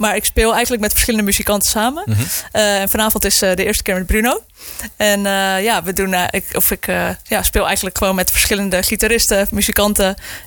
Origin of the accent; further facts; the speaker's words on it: Amsterdam, North Holland, Netherlands; Ik kom zelf uit Amsterdam.